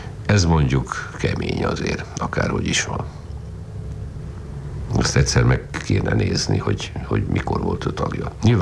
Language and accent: Hungarian; Oradea, Bihor, Romania; Egyszer kiderült, hogy én nagyváradi vagyok, ő meg ugye ugrai, tehát Bihar megyei